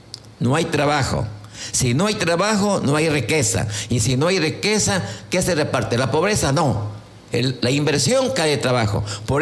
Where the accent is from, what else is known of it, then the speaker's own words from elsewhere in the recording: Quevedo, Los Ríos, Ecuador; Nosotros tenemos generaciones de generaciones aquí que trabajaron. Y somos ecuatorianos hasta el último huesito. Y tenemos la suerte de servir a Quevedo, este modesto ciudadano desde niño, más de 72 años.